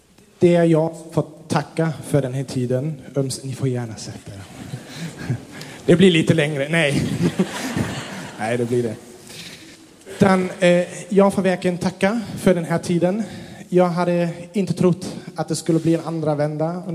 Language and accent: Swedish; Germany; Swedish is a second language; now in Sweden